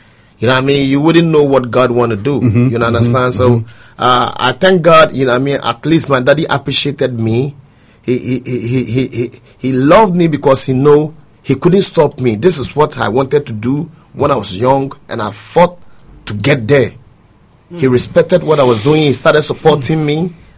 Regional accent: Ghana; moved away; also born or lived in United States; I'm back to Ghana doing music again.

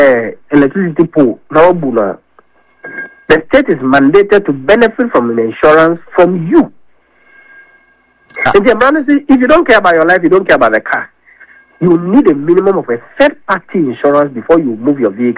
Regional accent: Ghana; as a Ghanaian, I know very well.

